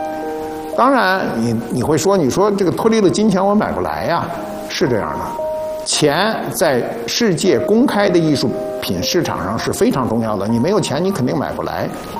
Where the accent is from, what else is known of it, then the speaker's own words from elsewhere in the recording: China; 对我们中国人而言